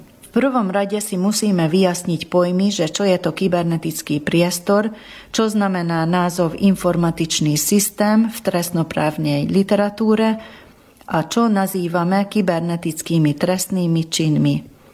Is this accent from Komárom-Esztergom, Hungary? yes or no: no; Lucina, Nógrád, Hungary; also born or lived in Budapest; now in Salgótarján, Hungary; Moja rodná dedina je Lucina, slovenská národnostná dedina tu na Maďarsku. A moja celá rodina rozumie, hovorí po slovensky.